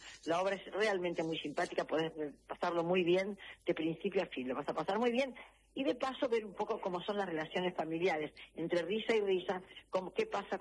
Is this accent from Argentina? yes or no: yes; Quilmes, Buenos Aires Province, Argentina; el otro es Quilmes, que es mi tierra.